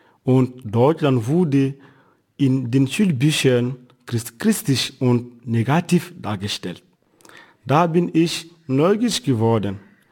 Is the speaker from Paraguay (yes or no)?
no; northern Ivory Coast, Côte d’Ivoire; German is a second language; moved away as an adult; also born or lived in Bouaké, Ivory Coast; now in Heidelberg, Germany; Ich stamme aus Fegesedru im Norden der Elfenbeinküste und ich bin mit 5 Geschwistern aufgewachsen.